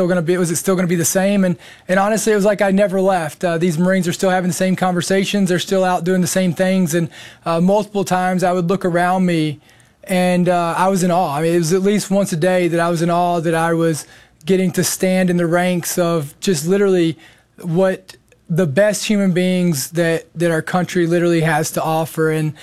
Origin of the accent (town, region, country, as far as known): United States